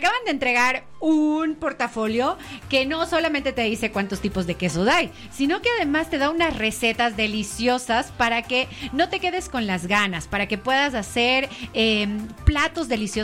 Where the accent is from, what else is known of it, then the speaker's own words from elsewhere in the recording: Ecuador; ¿Qué nos falta como ecuatorianos